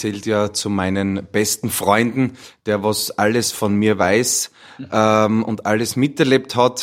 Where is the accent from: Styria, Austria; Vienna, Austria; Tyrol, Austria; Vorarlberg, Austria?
Styria, Austria; Deswegen wandern wir jetzt dann in meine alte Heimat und ich wünsche euch viel Spaß mit der weststeirischen Jodelpotpourri.